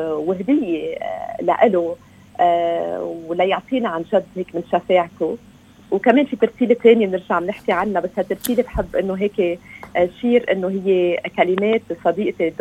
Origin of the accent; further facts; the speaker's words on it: Lebanon; نحنا كلنا صرنا بحاجة لإله كلبنانيين